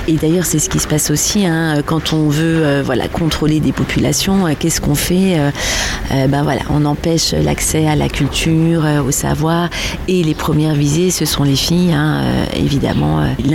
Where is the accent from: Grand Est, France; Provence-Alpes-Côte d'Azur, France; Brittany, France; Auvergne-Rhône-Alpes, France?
Brittany, France; je suis originaire de Bretagne